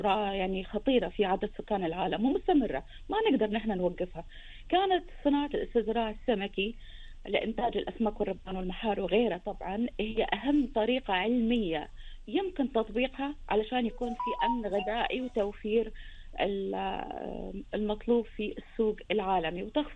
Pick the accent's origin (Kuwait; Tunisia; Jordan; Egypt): Kuwait